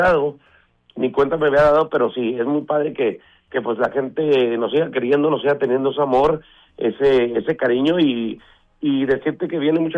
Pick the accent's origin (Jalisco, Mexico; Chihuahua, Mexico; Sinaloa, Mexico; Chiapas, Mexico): Chihuahua, Mexico; moved away as an adult; also born or lived in Mexico City; yo me fui a los 18 años y soy oriundo de Chihuahua. Y dije, bueno, me voy a aventurar a la Ciudad de México